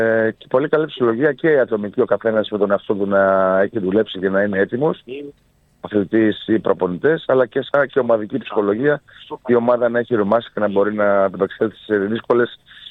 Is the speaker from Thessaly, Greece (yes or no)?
yes; Volos, Thessaly, Greece; Προσπαθώ και εγώ κάθε φορά να το πρωτοφωνάξω ότι είμαι Βολιώτης